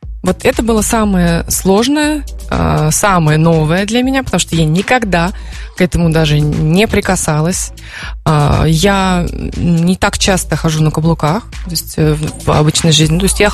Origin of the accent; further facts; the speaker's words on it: Orsk, Orenburg Oblast, Russia; Так как я из Орска